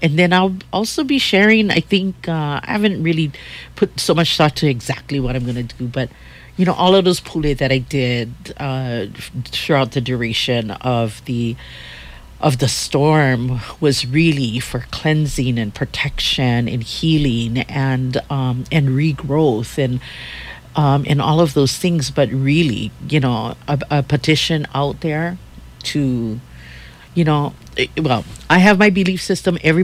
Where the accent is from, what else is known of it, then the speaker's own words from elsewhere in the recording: Anahola, Hawaii, United States; And so I'm from Anahola.